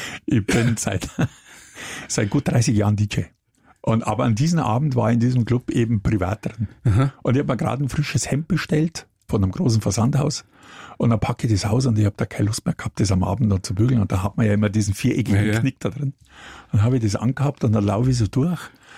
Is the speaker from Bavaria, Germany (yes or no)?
yes; Munich, Bavaria, Germany; die laden mich als Münchner da ein oder was, das kann ich besser